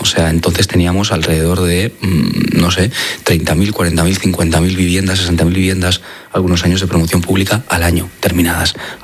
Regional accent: Valencian Community, Spain; en mi tierra, en la Comunidad Valenciana.

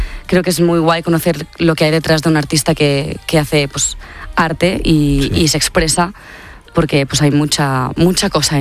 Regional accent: Tiana, Catalonia, Spain

